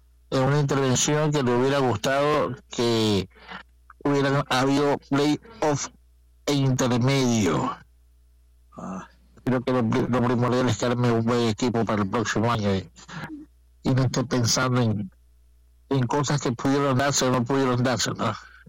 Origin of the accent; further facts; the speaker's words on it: Ecuador; Como todo ecuatoriano, profe, aquí en el Ecuador nosotros ya nos conocemos